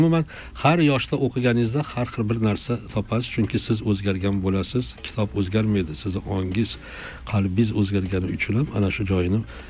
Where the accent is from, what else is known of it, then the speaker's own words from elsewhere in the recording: Fergana, Fergana Region, Uzbekistan; born there; Men hali diqqat bilan eshitgan bo'lsangiz, Farg'ona shahrida tug'ilganman. Shuning uchun kindik qoni to'kilgan joy bu vatan hisoblanadi. Meni vatanim O'zbekiston.